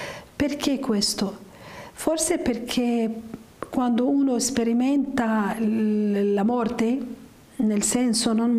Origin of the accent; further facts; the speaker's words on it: Damascus, Damascus Governorate, Syria; moved away as an adult; Io sono nata a Damasco, ho vissuto tutta la mia infanzia, la mia giovinezza fino all'età di 18 anni.